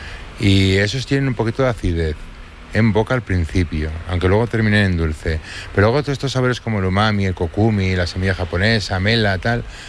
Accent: Navarre, Spain; como soy de Navarra y somos bastante tradicionales

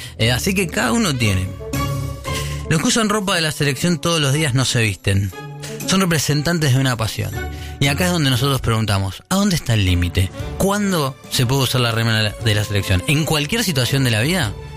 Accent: Argentina; somos recontra argentos.

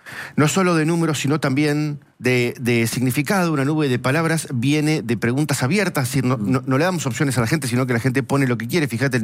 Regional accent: Argentina; Esos somos los argentinos.

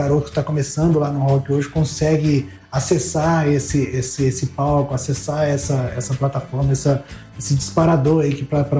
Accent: Brasília, Federal District, Brazil; E a gente é de Brasília, né? Brasília é o berço do rock, tem muita banda em Brasília.

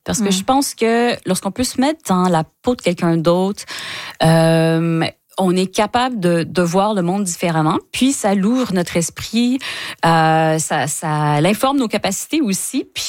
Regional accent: Ontario, Canada; en ayant grandi en tant que franco-ontarienne

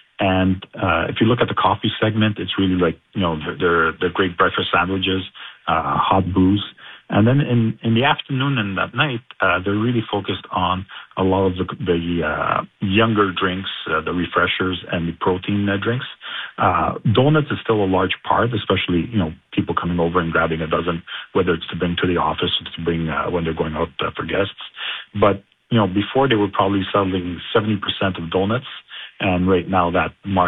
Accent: Canada; As far as, you know, being Canadian born and bred

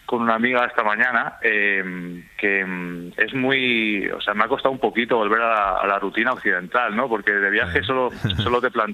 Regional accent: Zamora, Castile and León, Spain; now in Barcelona, Spain

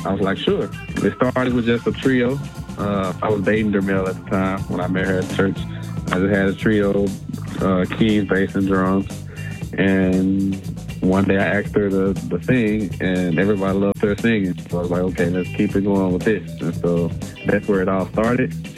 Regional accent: Little Rock, Arkansas, United States; moved away as an adult; now in Memphis, United States; I grew up in Little Rock, Arkansas. I moved to Memphis and after I graduated high school in 2003.

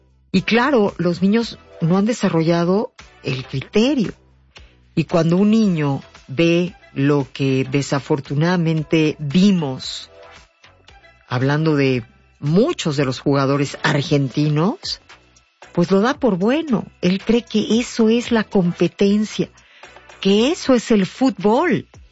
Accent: Mexico; Como nos ha pasado a muchos mexicanos

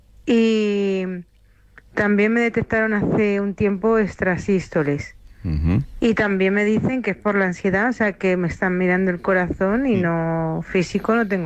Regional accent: Madrid, Community of Madrid, Spain

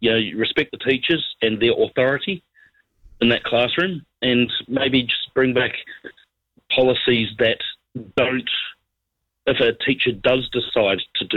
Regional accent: Christchurch, Canterbury, New Zealand; I mean, you know, I'm from Christchurch

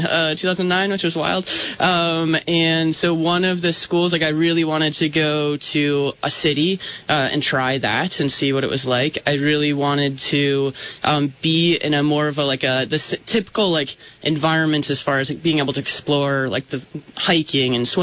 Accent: Upper Valley (Vermont/New Hampshire), United States; so I grew up in the Upper Valley and went to school on Vermont State College system. I went to grad school in Seattle, moved back.

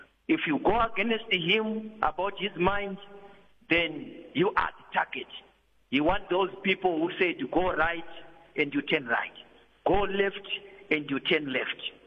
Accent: Zimbabwe; moved away as an adult; now in South Africa; I am a politician from Zimbabwe. I've been in politics a long time ago, but I came here in South Africa 2017 after military coup, and I was staying here with my family.

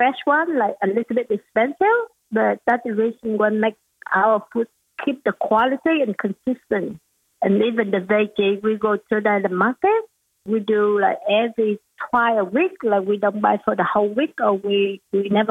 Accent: Vietnam; English is a second language; moved away as an adult; now in Australia

